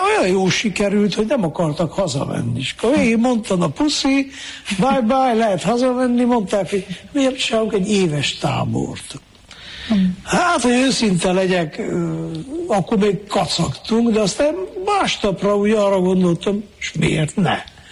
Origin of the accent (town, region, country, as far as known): Miercurea Ciuc, Harghita, Romania; born or raised there